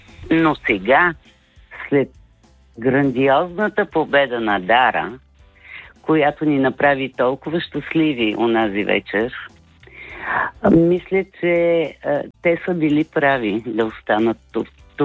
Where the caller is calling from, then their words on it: Plovdiv, Plovdiv Province, Bulgaria; от Пловдив.